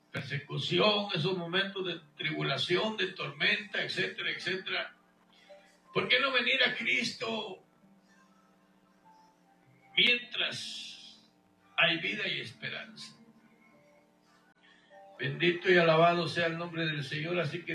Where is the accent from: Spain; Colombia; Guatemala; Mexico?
Guatemala; now in Houston, United States; Allá a mi tierra natal, el predicador … viviendo en Houston, Texas, nacido en Guatemala.